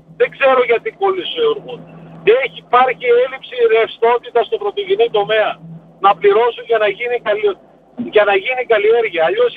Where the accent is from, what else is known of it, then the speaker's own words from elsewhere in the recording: Serres, Central Macedonia, Greece; Είμαι από τις Σέρες, ένα νομό ο οποίος έχει πολλά τριφύλια, είχε και μεγάλη κτηνοτροφία